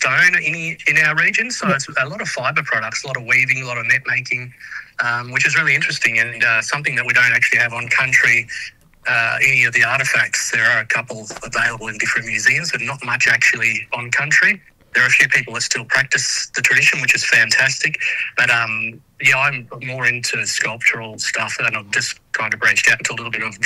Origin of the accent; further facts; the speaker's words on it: Menindee, New South Wales, Australia; moved away as an adult; now in Broken Hill, Australia; I'm actually from Menindee, but I New South Wales, but I live in Broken Hill.